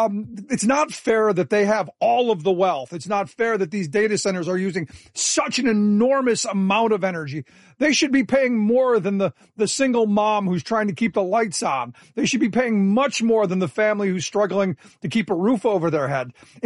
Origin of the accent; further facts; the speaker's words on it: Cleveland, Ohio, United States; No, look, I grew up in Cleveland, and this, I hate to cut you off, but I grew up in Cleveland.